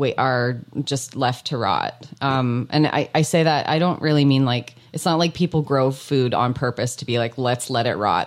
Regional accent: Alberta, Canada; now in Okanagan, Canada; when I grew up in Alberta

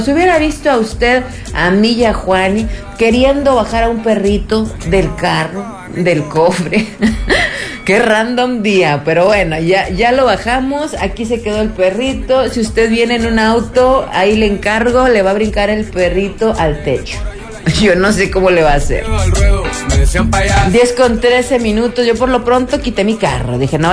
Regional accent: Allende, Mexico; yo soy de Allende

